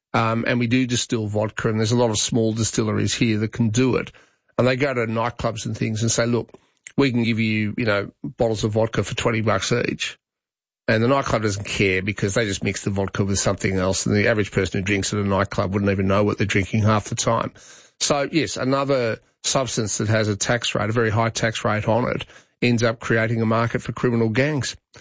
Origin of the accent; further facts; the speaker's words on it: Australia; Apparently the Olympics the year before last, we being the Australian Olympic team.